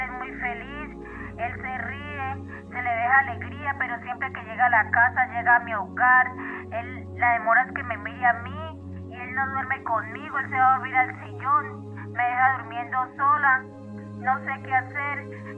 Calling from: Durango, Mexico; De Durango.

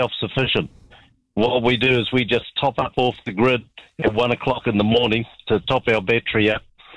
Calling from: Taupo, Waikato, New Zealand; I'm in Taupo.

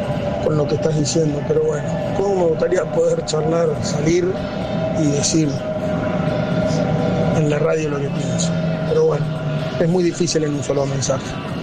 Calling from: Marcos Paz, Buenos Aires Province, Argentina; Hola, Diego y equipo, soy … de Marcos Paz.

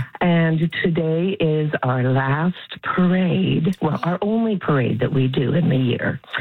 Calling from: Red Deer, Alberta, Canada; I'm calling from Red Deer.

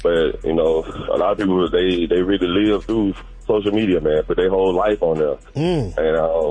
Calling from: Montgomery, Alabama, United States; shout out to First Line Every Time Barbershop here in Montgomery, Alabama

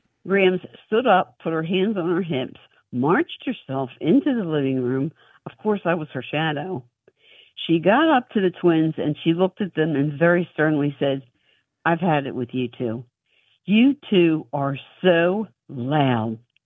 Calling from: Fort Lauderdale, Florida, United States; I'm calling you from Fort Lauderdale, Florida.

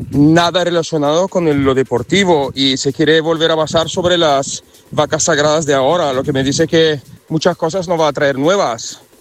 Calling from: Balearic Islands, Spain; Muy buenos días, Rafa. ¿Cómo estás? … desde Baleares, como siempre, escuchando.

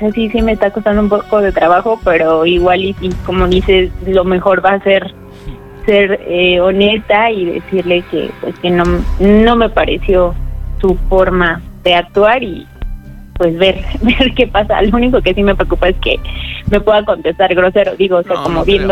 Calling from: Mexico City, Mexico; Sí, soy de la alcaldía de Iztapalapa.

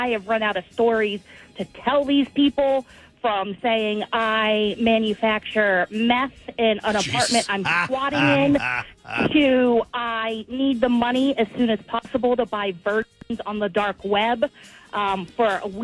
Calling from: Worcester, Massachusetts, United States; Worcester, Massachusetts.

